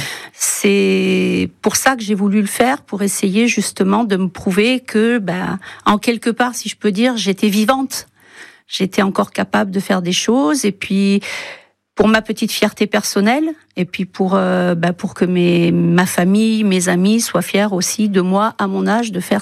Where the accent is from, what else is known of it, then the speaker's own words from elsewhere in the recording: Centre-Val de Loire, France; now in Benaille, France; je ne suis pas originaire de Benaille, je suis originaire du Sancerre.